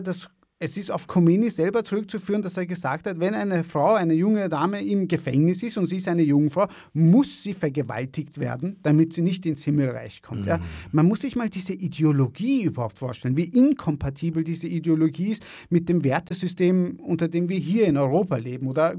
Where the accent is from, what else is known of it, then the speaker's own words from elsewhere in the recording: Iran; moved away; als Iraner